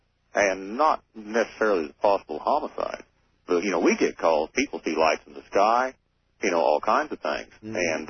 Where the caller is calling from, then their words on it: Kansas, United States; I'm from Kansas.